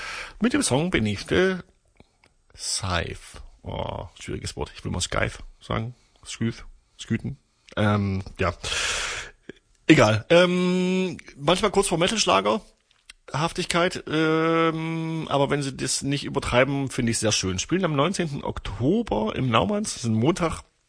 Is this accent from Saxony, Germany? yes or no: yes; Torgau, Saxony, Germany; born or raised there